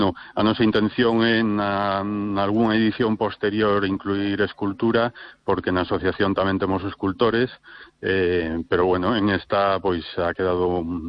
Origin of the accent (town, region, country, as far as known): Vigo, Galicia, Spain